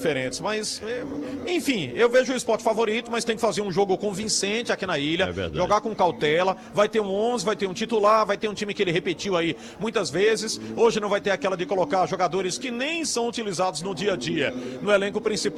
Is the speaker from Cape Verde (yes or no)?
no; Brazil; Nós como brasileiros